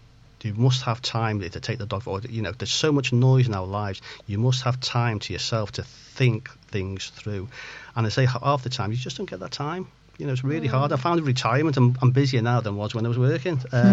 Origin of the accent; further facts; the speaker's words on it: Chester, North West England, United Kingdom; also born or lived in Barrow-in-Furness / Ulverston; now in Liverpool, United Kingdom; And I'm actually from Chester. I've lived in Liverpool for quite a few years